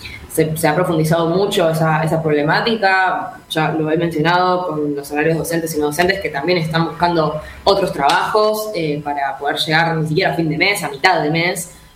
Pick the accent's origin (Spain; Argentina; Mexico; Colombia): Argentina; Buenos Aires; yo soy de CABA